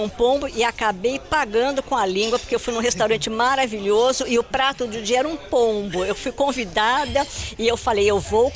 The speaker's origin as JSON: {"language": "Portuguese", "country": "Brazil"}